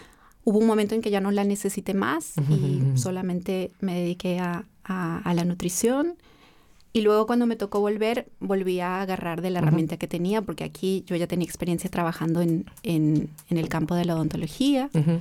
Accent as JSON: {"language": "Spanish", "country": "Peru", "moved": "yes", "said": "El volver a mi tierra y a mis raíces"}